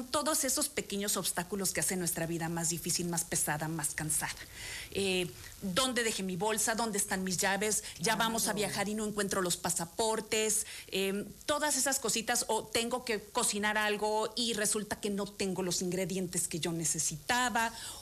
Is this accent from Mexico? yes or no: yes; Sonora, Mexico; Está norteña, a final de cuentas norteña, soy de Sonora.